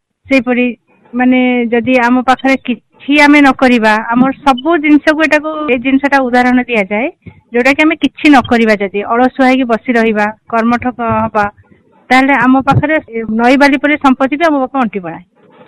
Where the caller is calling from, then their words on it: Bhubaneswar, Odisha, India; ମୁଁ ଭୁବନେଶ୍ୱରରୁ କହୁଥିଲି।